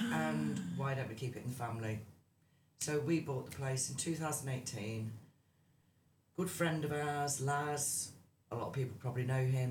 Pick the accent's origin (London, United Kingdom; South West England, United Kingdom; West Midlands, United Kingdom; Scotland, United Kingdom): West Midlands, United Kingdom; now in Hilton, United Kingdom; So I'm originally from a little village, Rosnondorf, near Burton-on-Trent. We currently live in a place called Hilton, which is near Derby.